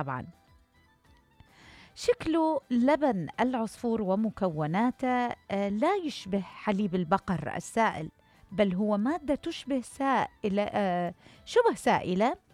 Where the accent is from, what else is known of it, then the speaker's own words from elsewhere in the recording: Iraq; أكو تعبيرات عندنا بالعراق